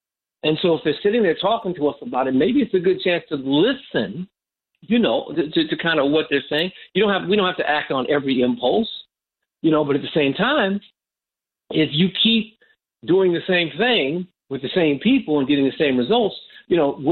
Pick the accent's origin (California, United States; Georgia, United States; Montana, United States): California, United States; I am from California. I'm a black liberal. I am from California.